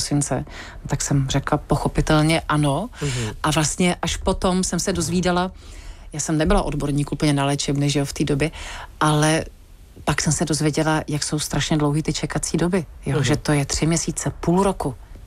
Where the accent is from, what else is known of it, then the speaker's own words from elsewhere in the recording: Plzeň, Plzeň Region, Czechia; jsem z Plzně